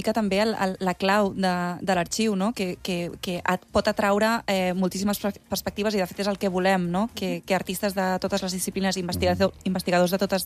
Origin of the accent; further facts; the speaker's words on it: Barcelona, Catalonia, Spain; now in Mallorca, Spain; Jo no he estat encara, és que jo soc de Barcelona, però, clar, ara estic vivint aquí